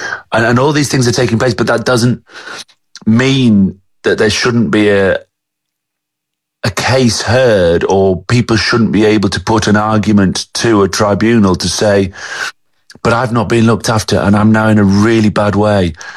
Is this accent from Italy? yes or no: yes; Italy; I come at this from a kid who's grown up in rugby. My dad captained England. I grew up in Italy on a rugby pitch